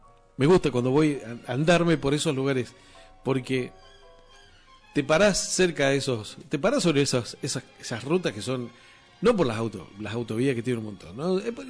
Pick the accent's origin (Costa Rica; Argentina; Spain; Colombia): Argentina; Bueno, soy argentino.